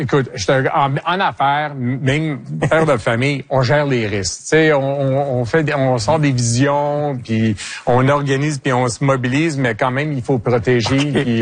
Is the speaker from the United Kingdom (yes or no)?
no; Quebec, Canada; born there; Écoute, je suis fier québécois. Je suis, mais j'étais né ici. Mes parents ont été nés ici. Mes grands-parents ont été nés ici. J'étais éduqué en français. Mes enfants ont été éduqués en français.